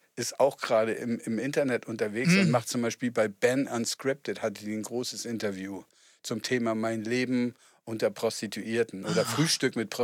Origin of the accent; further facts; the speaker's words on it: Hamburg, Germany; moved away as an adult; also born or lived in Wedel; als Hamburger nach Wedel zu gehen, war schon mal schwierig